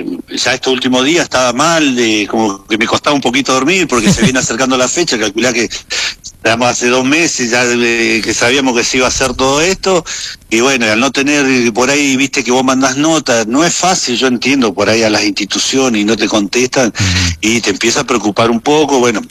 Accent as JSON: {"language": "Spanish", "town": "Junín", "country": "Argentina", "said": "A mí lo que me importa es que quede bien visto mi pueblo."}